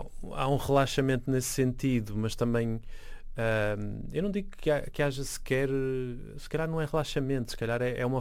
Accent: Porto, Norte, Portugal; Eu sou do Porto, não é? Ou seja, eu cresci num modo de desenrasque.

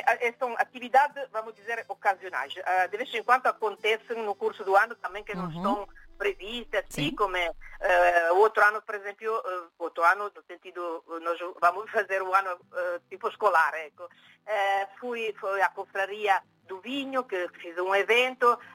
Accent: Italy; Portuguese is a second language; now in Brussels, Belgium; Sou italiana

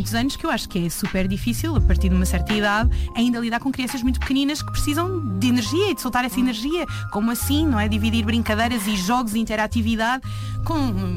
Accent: Lisbon, Portugal; eu sou nascida e criada em Lisboa

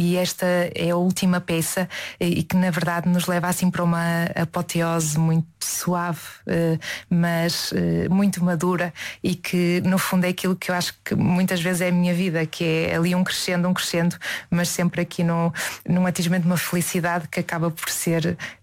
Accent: Esposende, Braga, Portugal; Eu sugeria irmos jantar a Esposende, a minha terra natal.

